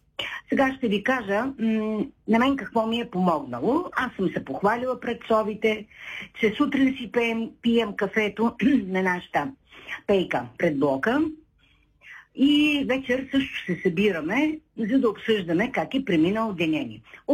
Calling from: Shumen, Shumen Province, Bulgaria; от Шумен.

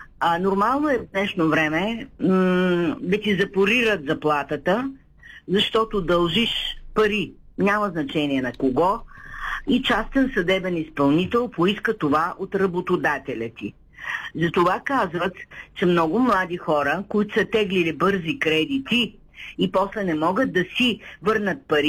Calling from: Shumen, Shumen Province, Bulgaria; от Шумен.

